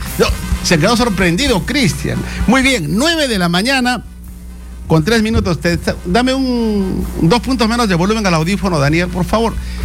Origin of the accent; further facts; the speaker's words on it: Huamachuco, La Libertad, Peru; moved away; Que yo crecí en Huamachuco, ¿no?, que es la capital de la provincia de Sánchez Carrión